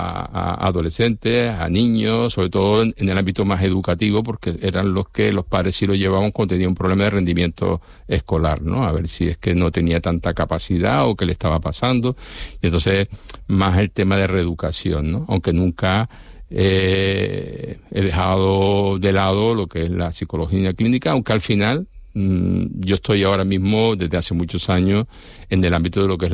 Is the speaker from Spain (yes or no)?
yes; Basque Country, Spain; Yo soy del barrio de Zárate, me crié allí.